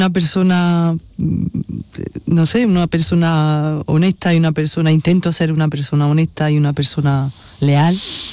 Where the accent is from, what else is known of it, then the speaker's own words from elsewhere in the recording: Andalusia, Spain; yo soy andaluza y eso es lo mejor del mundo, ser andaluz.